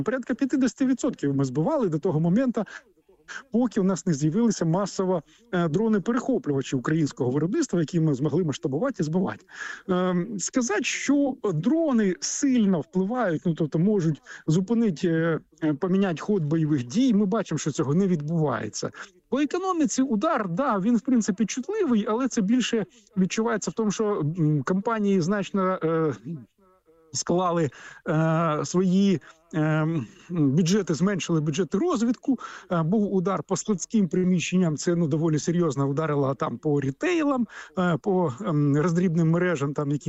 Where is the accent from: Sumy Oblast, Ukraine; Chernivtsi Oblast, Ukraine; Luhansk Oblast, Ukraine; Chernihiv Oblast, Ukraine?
Sumy Oblast, Ukraine; Sumy; якщо взяти моє рідне місто Суми, якому я був геть недавно.